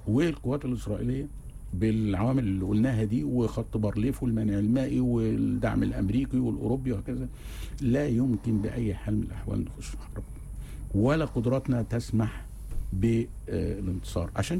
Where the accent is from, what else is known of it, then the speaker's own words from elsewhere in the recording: Egypt; حتى احنا كضباط مصريين في التدريب